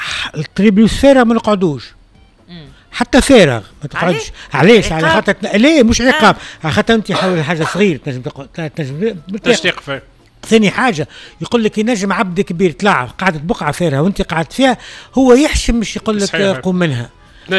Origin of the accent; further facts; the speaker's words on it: Tunisia; لانه في 61 بلدي تونس منعت العربات المجروره.